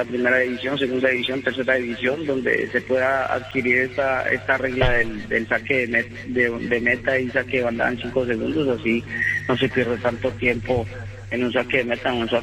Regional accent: Colombia; nosotros como colombianos

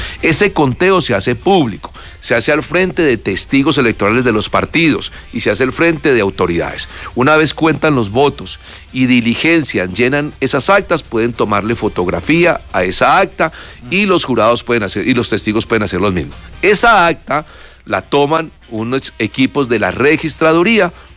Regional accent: Colombia; ustedes y yo somos colombianos

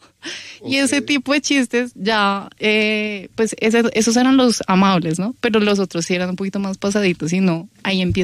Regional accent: Colombia; nosotras crecimos en Colombia

